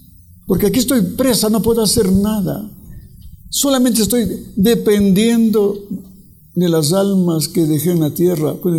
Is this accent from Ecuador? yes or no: yes; Ibarra, Imbabura, Ecuador